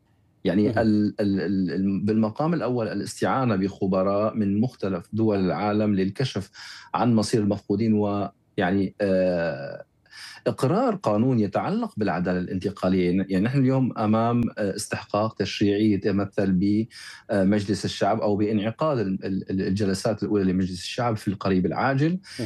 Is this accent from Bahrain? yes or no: no; Syria; إذا نظرنا إلى أنفسنا كسوريين